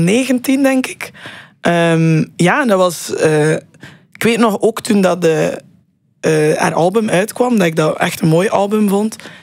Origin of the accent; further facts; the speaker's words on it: Roeselare, Flanders, Belgium; Allee, ik kom ook van Roeselaar, dus heb daar geen grote concertzaal of zo.